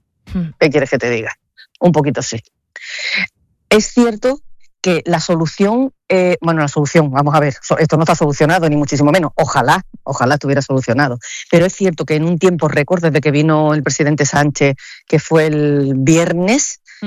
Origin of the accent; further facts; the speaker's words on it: Ceuta, Spain; born there; yo nací aquí ya, yo soy hija de la emigración.